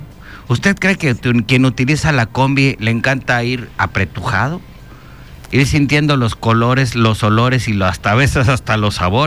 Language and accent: Spanish; Mexico; así somos incluso los mexicanos